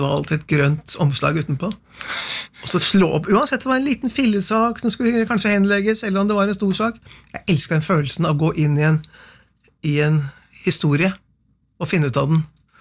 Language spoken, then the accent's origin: Norwegian; Kløfta, Akershus, Norway; Nei, altså, jeg var jo født og oppvokst på Kløfta, hvor faren min var tannlege.